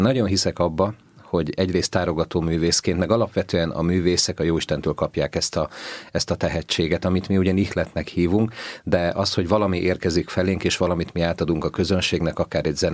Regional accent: Tápiószele, Pest, Hungary; moved away as an adult; itt nőttem föl, gyermekkoromat itt töltöttem, igazából kamaszkoromat is, és egészen 20 éves koromig életvitelszerűen itt éltem Tápjószelén.

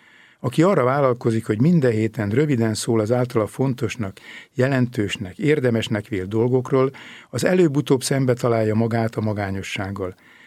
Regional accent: Törökkoppány, Somogy, Hungary; Egy szülőfalumbéli már évtizedek óta nem ott élő egykori iskolatársam, felsőbévesen volt egykoron, hívott fel a napokban telefonon és azt mondta, minden szombaton megrékadsz. Török koppányban egykor ezt így mondták, ha valakinek könnyet csalt a szemébe valami.

